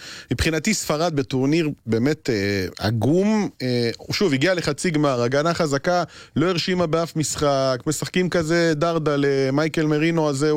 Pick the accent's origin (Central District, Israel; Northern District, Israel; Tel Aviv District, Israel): Northern District, Israel; Nof HaGalil; נולדתי בישראל, אני מנוף הגליל במקור, נצרת אלית